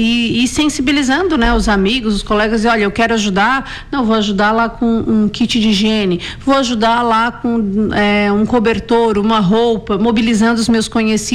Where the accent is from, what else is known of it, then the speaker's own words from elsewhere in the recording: Rio Grande do Sul, Brazil; eu sou do Rio Grande do Sul, mas qual foi o teu último lugar que você passou?